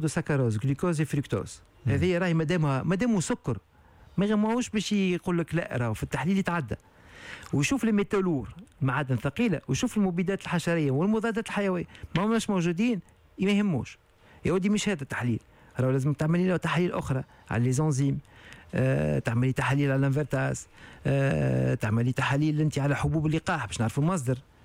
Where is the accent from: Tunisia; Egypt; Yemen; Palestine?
Tunisia; عندنا في تونس